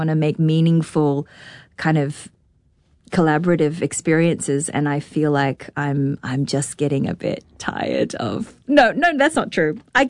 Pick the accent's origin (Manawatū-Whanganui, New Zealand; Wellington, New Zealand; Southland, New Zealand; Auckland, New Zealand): Auckland, New Zealand; I grew up in Auckland.